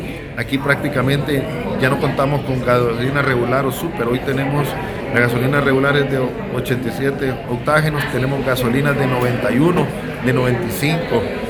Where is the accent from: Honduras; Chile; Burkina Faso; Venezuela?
Honduras